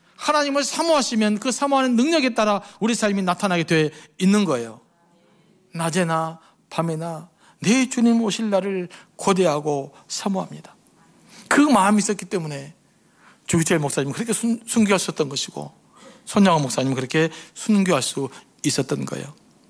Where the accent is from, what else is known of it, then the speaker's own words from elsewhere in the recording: Suncheon, South Jeolla, South Korea; 제가 이제 순천 출신인데